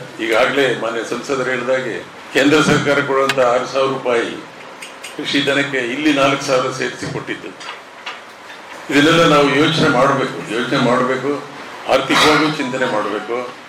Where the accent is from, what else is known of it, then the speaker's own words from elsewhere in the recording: Karnataka, India; ನಾವು ಮಲೆನಾಡಿನವರು